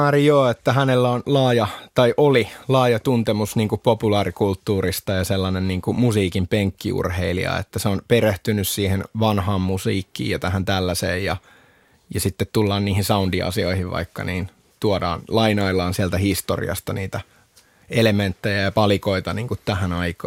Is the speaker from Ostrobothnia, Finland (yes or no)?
yes; Vaasa, Ostrobothnia, Finland; moved away; also born or lived in Mustasaari; mä oon Vaasasta alun perin